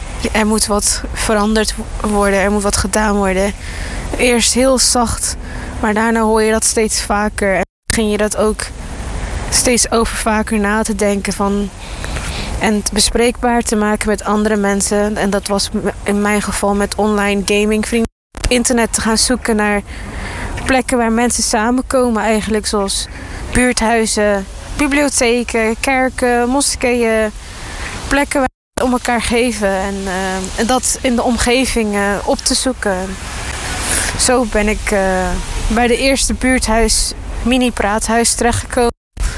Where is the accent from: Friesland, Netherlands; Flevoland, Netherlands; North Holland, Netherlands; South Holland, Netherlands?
South Holland, Netherlands; Dordrecht; Ik kom uit Dordrecht.